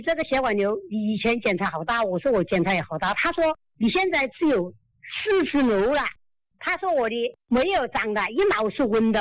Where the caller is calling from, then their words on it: Xiantao, Hubei, China; 我们是保和的